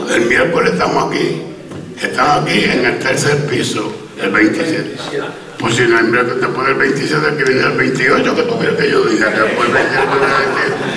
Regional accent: Puerto Rico; Somos la bandera de Puerto Rico

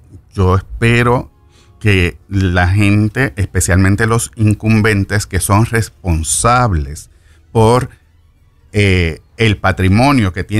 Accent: Puerto Rico; Nosotros nos orgullecemos cada vez que decimos, ah, somos de Puerto Rico

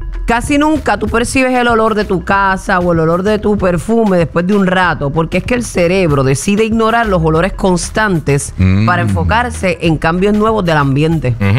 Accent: Puerto Rico; como el boricua que salimos del party

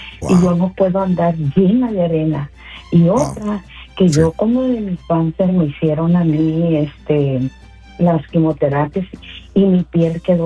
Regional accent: Matamoros, Tamaulipas, Mexico; Yo soy de Matamoros.

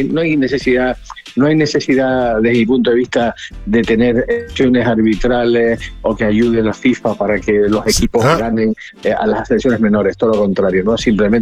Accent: Canary Islands, Spain; y como españoles, a pesar de que estamos a 3.000 kilómetros de distancia de la península ibérica y estamos a 100 kilómetros de la frontera con África

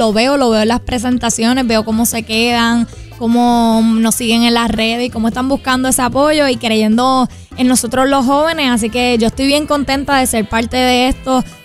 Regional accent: Cabo Rojo, Puerto Rico; Sí, el Callejón de los Locos existe, en mi barrio, es donde yo me crié, donde yo nací, donde...

